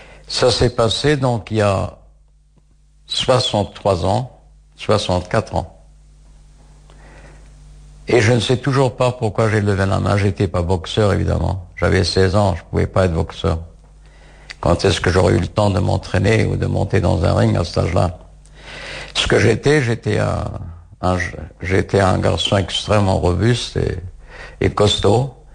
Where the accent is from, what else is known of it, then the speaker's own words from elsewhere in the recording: Strasbourg, Grand Est, France; born there; je viens de France et j'avais pas été dans un cheder. Mais je parlais quand même un peu, parce que d'abord je suis né à Strasbourg, et je parlais déjà un peu d'allemand, et l'alsacien, c'est pas exactement le yiddish, mais j'avais déjà des notions du yiddish.